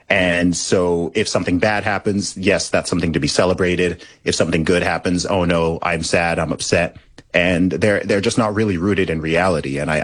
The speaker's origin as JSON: {"language": "English", "country": "United Kingdom", "said": "certainly as a Brit, many people in the UK kind of think of Canada as the nicer, friendlier, less crazy version of America."}